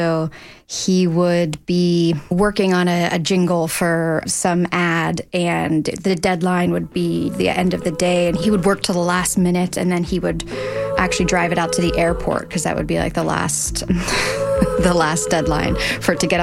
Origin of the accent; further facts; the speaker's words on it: Gibsonia, Pennsylvania, United States; I grew up in the North Hills in Gibsonia